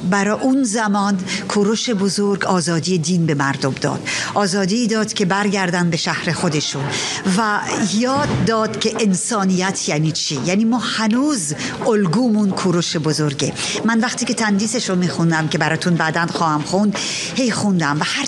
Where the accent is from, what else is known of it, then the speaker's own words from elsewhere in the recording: Iran; به عنوان یک ایرانی، به عنوان یک شاعر، به عقیده من تنها چیزی که میتونه ما رو در این دنیا نجات بده فرهنگ بوده.